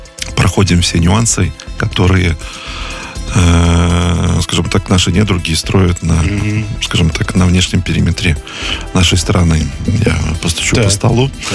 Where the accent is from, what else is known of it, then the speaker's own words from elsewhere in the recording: Vitebsk Region, Belarus; Ну, я сам родом из Витебской области.